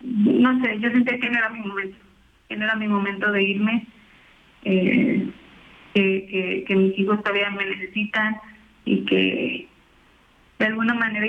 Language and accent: Spanish; Ciudad Acuña, Coahuila, Mexico; also born or lived in Monterrey, Nuevo León; yo sí soy originaria de Monterrey, pero yo vivo en Acuña, Coahuila. Toda mi vida he vivido en Acuña, Coahuila, que precisamente venía de Piedra Negra, Coahuila, aquí a Monterrey.